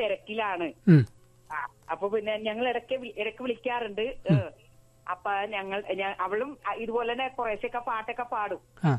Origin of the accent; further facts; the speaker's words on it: Aluva, Kerala, India; എന്റെ ആലുവയിൽ തന്നെ, എന്റെ സ്വന്തം നാട്